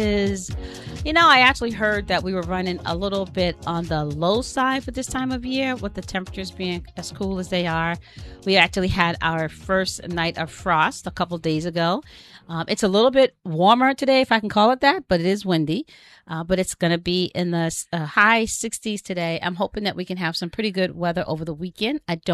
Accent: New Jersey, United States; now in New Hampshire, United States; I grew up in New Jersey

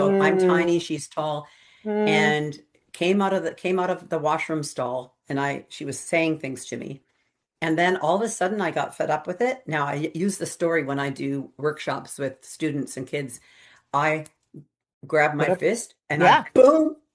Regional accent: Canada; born there; we had a few Indigenous teachers, and then we had a lot of non-Indigenous teachers who didn't live on our res, but who came to our res.

